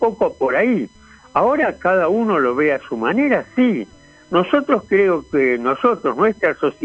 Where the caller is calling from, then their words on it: Tigre, Buenos Aires Province, Argentina; soy de Tigre.